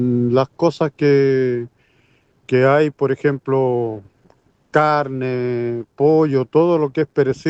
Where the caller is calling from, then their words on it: Chile; Yo vivo de Huellagüe, camino a Calasquén